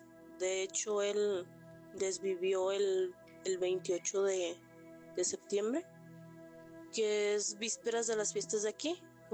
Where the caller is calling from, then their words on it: Michoacán, Mexico; Somos del estado de Michoacán.